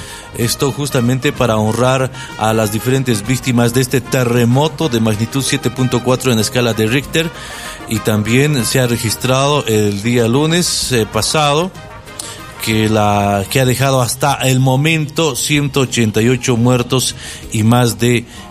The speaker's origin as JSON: {"language": "Spanish", "country": "Bolivia"}